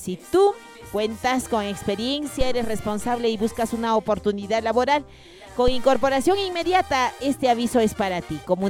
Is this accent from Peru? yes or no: yes; Huaraz, Ancash, Peru; que hayamos fortalecido también nuestra identidad, nuestra cultura como guaracinos, como peruanos también.